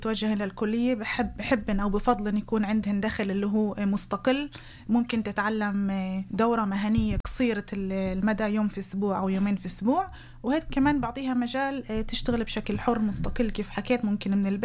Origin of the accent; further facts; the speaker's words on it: Southern District, Israel; تقدمت طبعا للقب اول ادارة ولقب ثاني كمان ادارة في جامعة بن غوريون عندنا في النقب